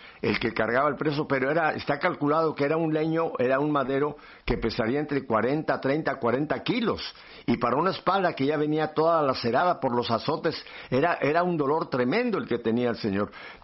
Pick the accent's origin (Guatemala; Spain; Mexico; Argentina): Mexico; Mexico City; now in United States; nosotros veníamos de México a Estados Unidos para establecernos por un tiempo allá arriba en Michigan, llegamos de Ciudad de México, llegamos al aeropuerto de Chicago.